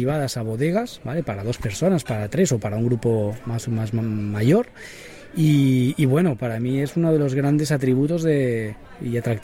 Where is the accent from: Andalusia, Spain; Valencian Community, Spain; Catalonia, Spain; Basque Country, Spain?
Catalonia, Spain; Barcelona; moved away as an adult; now in Gran Canaria, Spain; yo no soy de aquí, soy de Barcelona, hace 15 años